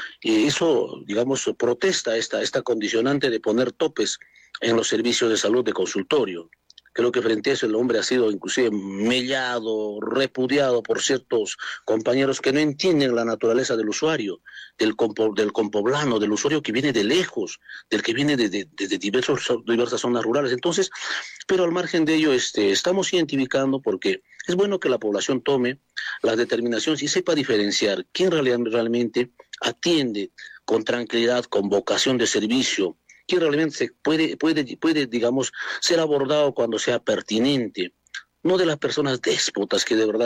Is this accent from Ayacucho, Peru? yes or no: yes; Coracora, Ayacucho, Peru; nosotros no solamente somos empleados, somos hijos de Coracora, muchos de nosotros, seguramente hasta un 50% somos hijos coracoreños, tenemos familia, estamos plenamente identificados